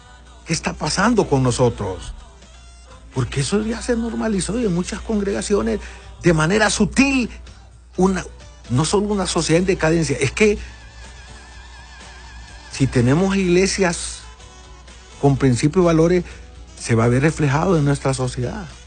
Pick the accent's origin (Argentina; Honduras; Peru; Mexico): Honduras; nuestro Honduras